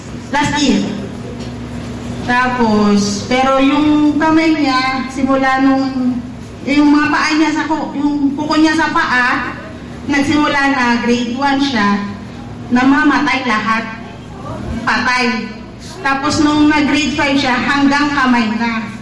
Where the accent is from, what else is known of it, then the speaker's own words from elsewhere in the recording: Gubat, Bicol Region, Philippines; Ariman po.